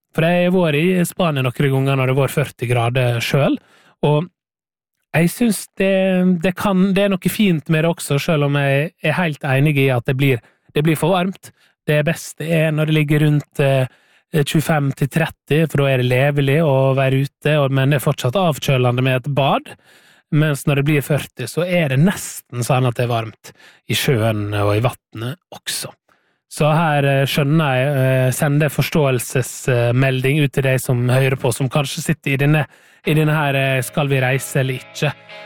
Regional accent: Møre og Romsdal, Norway; now in Oslo, Norway; Og det kan jeg kjenne meg igjen ifra da jeg bodde hjemme på Sunnmøre selv

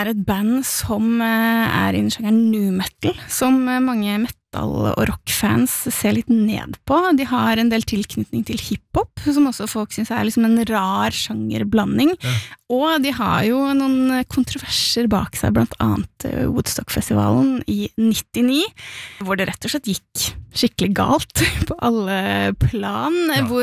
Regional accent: Gvarv, Telemark, Norway; Altså, jeg kommer fra et fantastisk bitte lite sted I Midt-Telemark kalt Gvarv

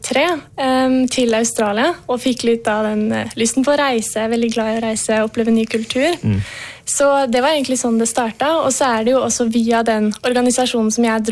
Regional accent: Atrå, Telemark, Norway; Spar Atra, der jeg er fra

